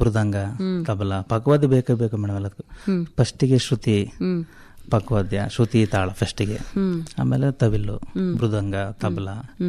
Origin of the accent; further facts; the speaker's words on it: Karnataka, India; also born or lived in Kukke Subramanya; now in Hassan, India; ನಮ್ದು ಹೊಸಂತ ಒಳನಾಶಪುರ ಮೇಡಮ್. ನಾವೀಗ ಹಾಸನದಲ್ಲೇ ಇದೀವಿ.